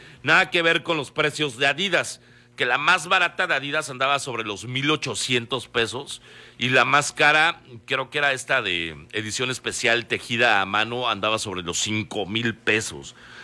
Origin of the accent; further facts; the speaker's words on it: Mexico; lo que nos gustó y nos enamoró fue la unión que tuvimos otra vez como mexicanos.